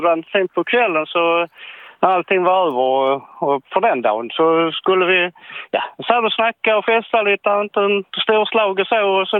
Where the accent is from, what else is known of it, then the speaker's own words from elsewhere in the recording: Skåne, Sweden; Nej, jag är skåning. Jag har bott när på Östland hela mitt liv, så jag är jätteskåning.